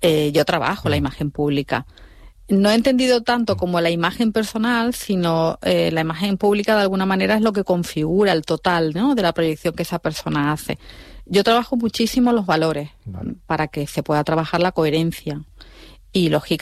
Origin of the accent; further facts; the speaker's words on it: Andalusia, Spain; yo soy andaluza, entonces, bueno, he tenido mucha co